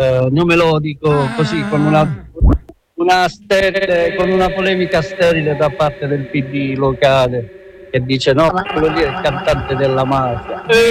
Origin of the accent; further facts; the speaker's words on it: Cerignola, Apulia, Italy; born there; moved away; Da Cerignola, dal mio paese natale.